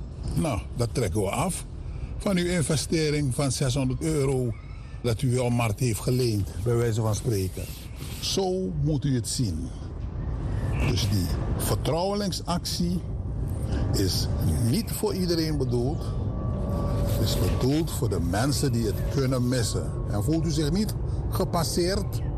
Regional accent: Suriname; Maar die uitdaging moeten wij als Surinamers aanvaarden.

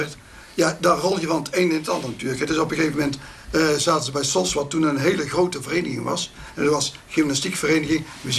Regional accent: Hilvarenbeek, North Brabant, Netherlands; Hoewel ik eigenlijk een Bikse ben, want ik ben geboren op Gorp bij Rovert in de Bossen. Daar heb ik de eerste 20 jaar van mijn leven. En dat is officieel gemeente Hilvarenbeek.

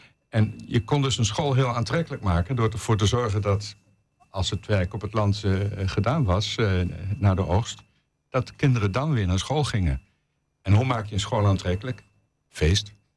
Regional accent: Gelderland, Netherlands; born there; in mijn geboortestreek, in de Achterhoek, heel veel school- en volksfeesten.

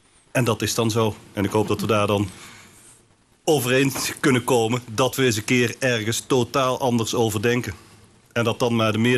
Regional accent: Nijnsel, North Brabant, Netherlands; moved away as an adult; now in Son en Breugel, Netherlands; kom ik oorspronkelijk uit Nijnsel.

